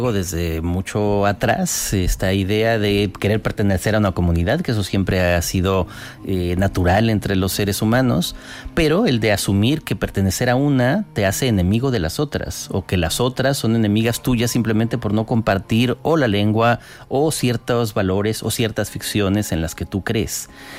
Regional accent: Mexico; moved away as an adult; now in Spain; soy mexicano y soy español, porque español. Uno puede ser muchas cosas simultáneamente, pero bueno, en cualquier caso, sí. La mía es una historia privilegiada de migración, de venir a estudiar primero en España y luego de pasar muchos años aquí

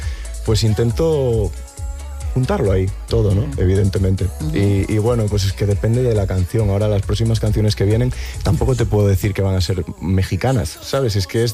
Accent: Galicia, Spain; el próximo concierto que tengo es en Tui, que además me hace mucha ilusión, en Galicia, en mi tierra

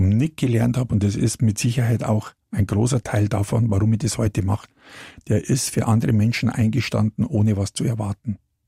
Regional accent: Munich, Bavaria, Germany; die laden mich als Münchner da ein oder was, das kann ich besser

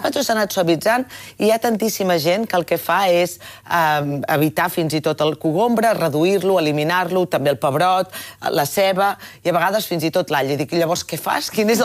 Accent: Catalonia, Spain; perquè jo soc vallesana, del Vallès, i al Vallès sempre hem dit síndria. També diem pues i coses així

